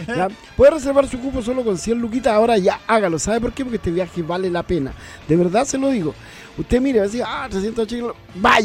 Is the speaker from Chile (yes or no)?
yes; Chile; Los chilenos no somos los más buenos para tomar en sus fiestas patrias.